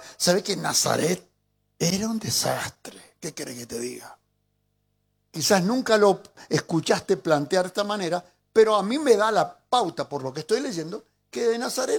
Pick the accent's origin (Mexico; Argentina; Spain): Argentina; cuando me toca viajar al extranjero y ahí nomás me sacan que soy argentino